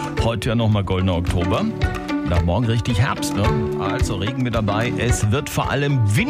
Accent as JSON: {"language": "German", "town": "Feuchtwangen", "region": "Bavaria", "country": "Germany", "tie": "born or raised there", "said": "bin ja gebürtiger Feuchtwanger."}